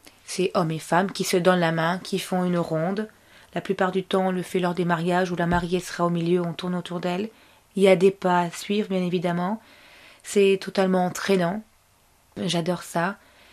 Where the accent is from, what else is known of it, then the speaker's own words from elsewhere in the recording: Senegal; born there; Parce que je suis effectivement d'origine libanaise, je suis née au Sénégal